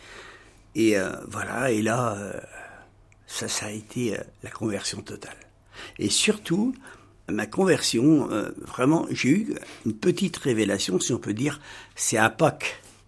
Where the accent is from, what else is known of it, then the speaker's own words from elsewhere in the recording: Cholet, Pays de la Loire, France; also born or lived in La Roche-sur-Yon; je suis né à Cholet en 1961, j'ai donc 65 ans à peine. Je les aurai à la fin de l'année. Et j'ai habité la Bruchière avec mes parents bien entendu, mes frères et sœurs. Une enfance, dirais-je, à peu près normale jusqu'à l'âge de 14 ans